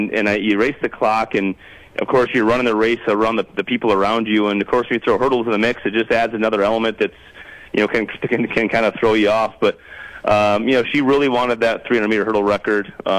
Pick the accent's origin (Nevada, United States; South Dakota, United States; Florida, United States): South Dakota, United States; it was just part of growing up in small town. I think growing up in South Dakota in general is a lot of that same mentality.